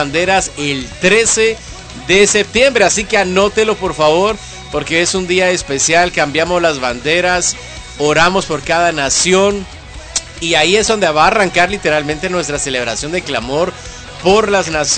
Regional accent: Guatemala; moved away; uno se acuerda cuando uno estaba en su país, cuando estaba chiquitito, yo estaba en la escuela, hacíamos los lunes cívico y usábamos siempre la bandera, ¿verdad?, de Guatemala

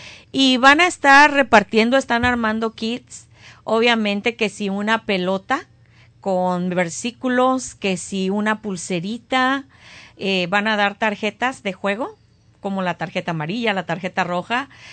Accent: Mexico; Recordemos que somos bastantes mexicanos.

